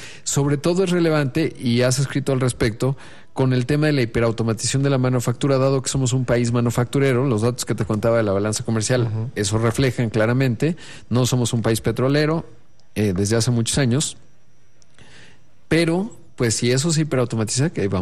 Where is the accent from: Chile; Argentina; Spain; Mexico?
Mexico